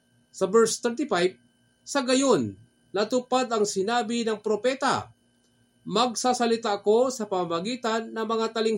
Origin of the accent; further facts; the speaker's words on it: Dagupan, Ilocos Region, Philippines; Ako po ay taga Dagupan City, Pangasinan.